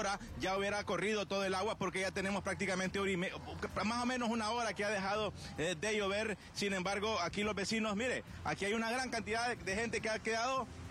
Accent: Puerto Cortés, Cortés, Honduras; yo soy de Puerto Cortés, la gente lo sabe

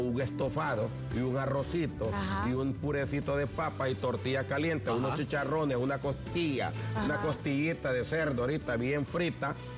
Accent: Comayagua, Honduras; yo amo mi ciudad natal, Comayagua

